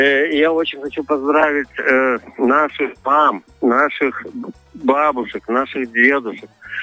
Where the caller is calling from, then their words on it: Lithuania; я сам из Литвы.